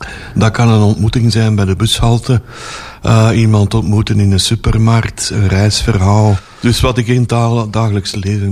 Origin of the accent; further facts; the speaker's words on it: Flanders, Belgium; Uiteraard, ik kom uit West-Vlaanderen. Stukken over mijn jeugd, stukken over mijn grootvader.